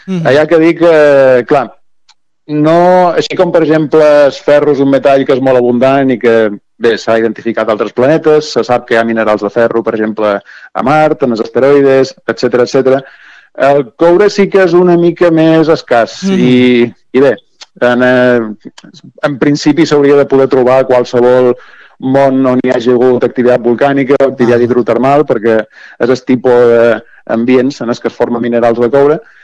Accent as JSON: {"language": "Catalan", "region": "Balearic Islands", "country": "Spain", "said": "Jo som de Balears, així que més o menys..."}